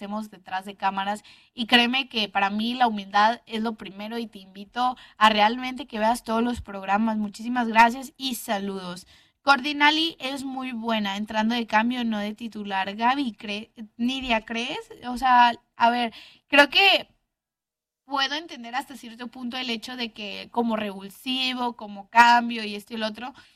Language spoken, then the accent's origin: Spanish; Monterrey, Nuevo León, Mexico; accent: regio, golpeado; soy súper regia, o sea, soy lo más regio que existe.